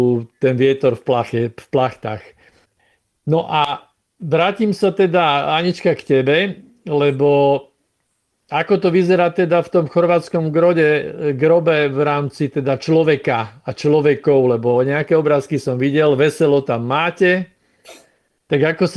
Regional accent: Rača, Bratislava Region, Slovakia; ja som z Rači Štorfu bývalého. Čiže ja by som spadal normálne do tej oblasti, ktorú vy tam ste osedlali.

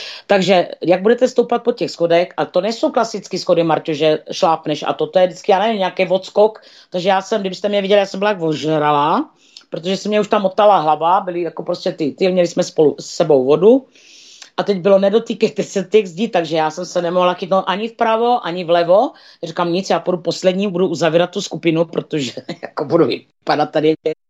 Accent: Moravia, Czechia; My jsme z Moravy.

